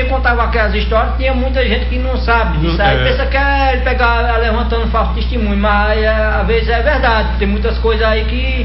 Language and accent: Portuguese; Brejão, Brazil; born there; moved away; Eu sou lá do interior, lá do Brejão